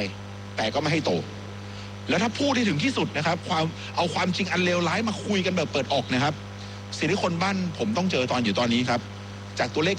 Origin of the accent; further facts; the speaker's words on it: Eastern Thailand, Thailand; ผมในฐานะคนตะวันออกที่เจอมาก่อนครับ